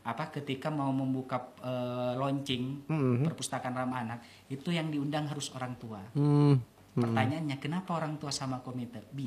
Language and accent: Indonesian; Sumenep, East Java, Indonesia; born there; moved away; also born or lived in Yogyakarta; saya lahir di Sumenep